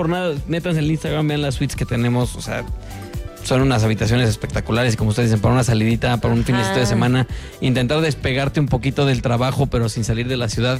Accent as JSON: {"language": "Spanish", "region": "Querétaro", "country": "Mexico", "said": "los que vivimos aquí y somos queretanos o vivimos cerca"}